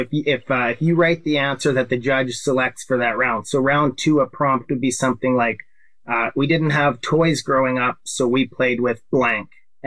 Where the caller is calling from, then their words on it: Saskatoon, Saskatchewan, Canada; I'm calling from Saskatoon, Saskatchewan, Canada.